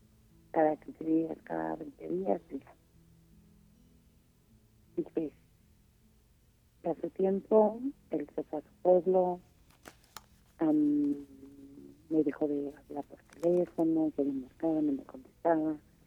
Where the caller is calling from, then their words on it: Mexico City, Mexico; Aquí en la GAM.